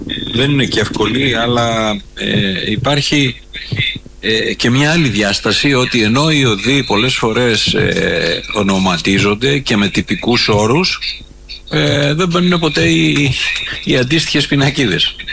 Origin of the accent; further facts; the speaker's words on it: Lefkada, Ionian Islands, Greece; όσοι είμαστε από τη Λευκάδα